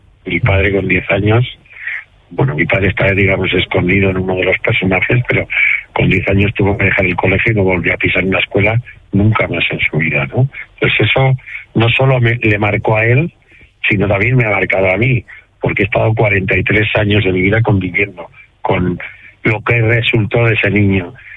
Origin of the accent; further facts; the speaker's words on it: Pamplona, Navarre, Spain; also born or lived in Pereje, León; cuando yo nací en Navarra, iba los veranos a Pereje